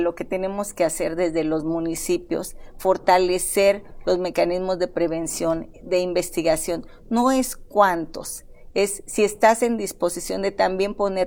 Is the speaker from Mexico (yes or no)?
yes; Guerrero, Mexico; Fuimos desplazados por la violencia y yo me crié en Tierra Caliente, en la Tierra Caliente.